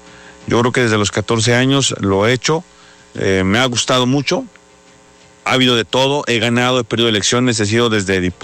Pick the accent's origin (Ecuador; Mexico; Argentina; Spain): Mexico; Puebla; also born or lived in Quecholac, Puebla; Soy no tan joven, 39 años acabo de cumplir, nacido aquí en la ciudad de Puebla, registrado en la Junta Auxiliar de San Baltasar, Campeche. Aquí mis padres se conocieron, aquí mis padres hicieron una gran familia.